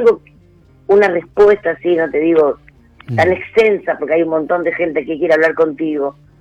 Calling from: Buenos Aires, Argentina; de Villa Urquiza.

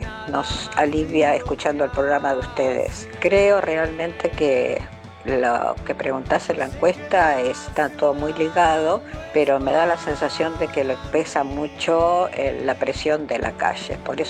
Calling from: Villa Celina, Buenos Aires Province, Argentina; de Celina.

